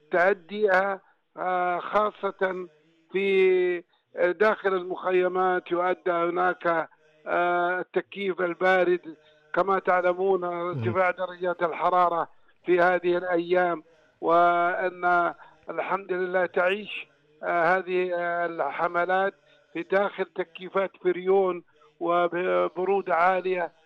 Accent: Saudi Arabia; في ظل ولله الحمد الأمن والأمان الذي نعيشه في بلادنا المملكة العربية السعودية

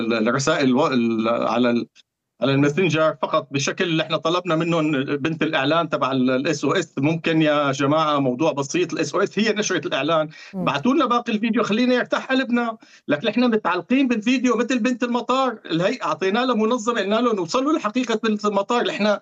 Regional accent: Syria; أنا وعبد الرحمن رفضنا نترك الشعب السوري وحاولنا نعمل جهدنا كسوريين بمساعدة أهلنا النازحين المهجرين

